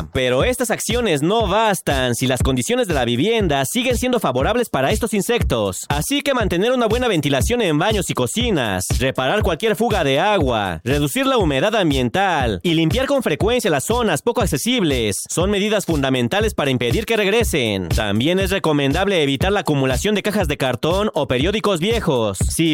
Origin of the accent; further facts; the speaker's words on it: Mexico; hablo como periodista mexicano con 20 años de experiencia